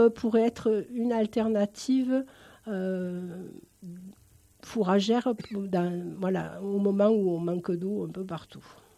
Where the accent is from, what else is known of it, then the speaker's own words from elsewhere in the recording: Occitanie, France; moved away; moi, je suis originaire de la région de Nîmes